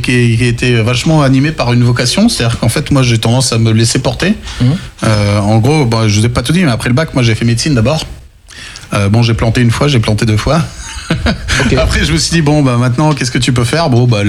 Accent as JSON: {"language": "French", "town": "Cergy-Pontoise", "region": "Île-de-France", "country": "France", "tie": "born or raised there", "said": "je suis pas de Paris, je suis de banlieue parisienne, mais je suis originaire du Val d'Oise, de Cergy-Pontoise."}